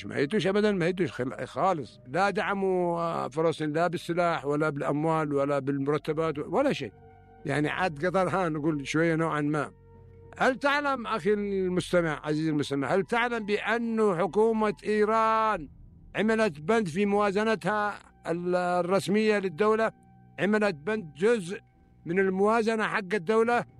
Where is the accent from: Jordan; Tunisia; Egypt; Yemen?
Yemen